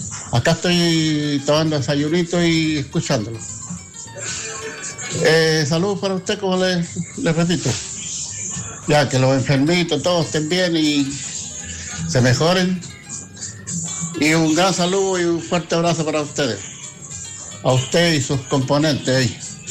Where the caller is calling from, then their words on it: Ocoa, Valparaíso, Chile; de Ocoa, el auditor de acá del Valle de Ocoa.